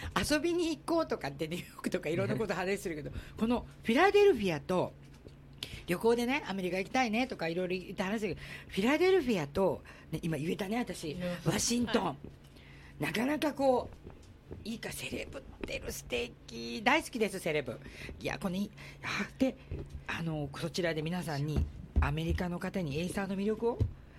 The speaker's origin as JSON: {"language": "Japanese", "region": "Osaka", "country": "Japan", "tie": "born or raised there", "moved": "yes", "lives_now": "Okinawa, Japan", "said": "私ね沖縄の父だけど大阪で育ったんだった。"}